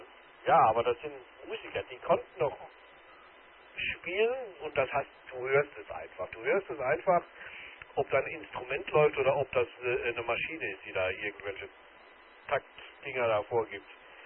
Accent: Mannheim, Baden-Württemberg, Germany; born there; da war ich noch in Mannheim, in meiner Geburtsstadt.

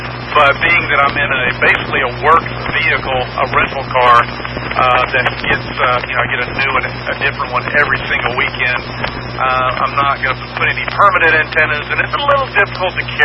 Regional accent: Knoxville, Tennessee, United States; born there; I was born in Knoxville. I was born at UT Hospital. So, go Vols. I like Tennessee. Tennessee is a beautiful place, especially East Tennessee. It's just beautiful

